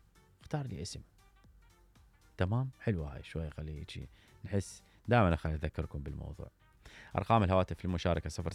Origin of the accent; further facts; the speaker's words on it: Iraq; كنا كعراقيين.